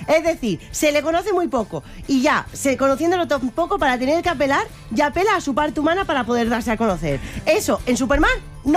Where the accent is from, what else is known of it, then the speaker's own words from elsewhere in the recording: Region of Murcia, Spain; es que en verdad no había visto ese superpoder porque como murciana...